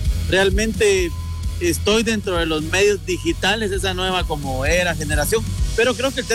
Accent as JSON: {"language": "Spanish", "country": "Guatemala"}